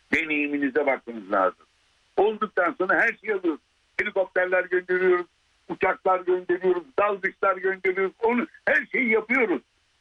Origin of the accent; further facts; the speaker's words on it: Istanbul, Turkey; born there; Ben Alman ekolünde büyüdüm. İstanbul Erkek Lisesi'ndeyim ben.